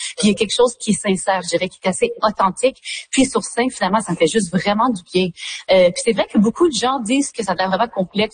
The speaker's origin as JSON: {"language": "French", "region": "Quebec", "country": "Canada", "also_born_or_lived": "Yukon", "moved": "as an adult", "said": "je mets beaucoup en valeur finalement mes racines, puis le Québec, puis de où je viens, puis cette dualité géographique, donc aussi culturelle, identitaire, qui m'habite, qui m'a toujours habité finalement depuis que je suis partie du Québec en 2007"}